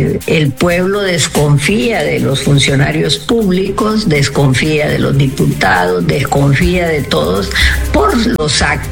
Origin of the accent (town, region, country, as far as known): Honduras